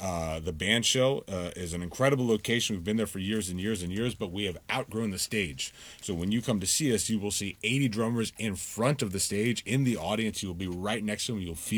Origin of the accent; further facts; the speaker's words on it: Miami, Florida, United States; hey, we have a Miami bass arrangement as well too, because we are from Miami